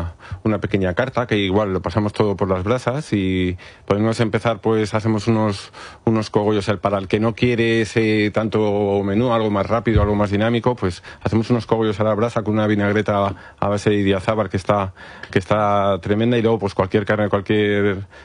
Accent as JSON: {"language": "Spanish", "town": "Madrid", "region": "Community of Madrid", "country": "Spain", "said": "yo soy de aquí de Madrid y al final, pues bueno, la tierra tira y me vine para acá"}